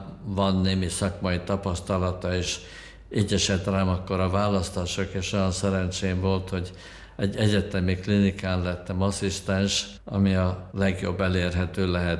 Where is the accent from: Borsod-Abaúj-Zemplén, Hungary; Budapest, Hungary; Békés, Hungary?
Budapest, Hungary; moved away as an adult; now in Austria